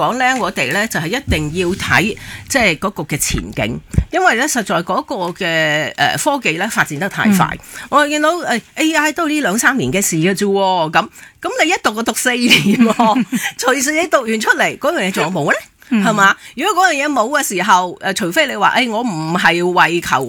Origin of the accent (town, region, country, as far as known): Hong Kong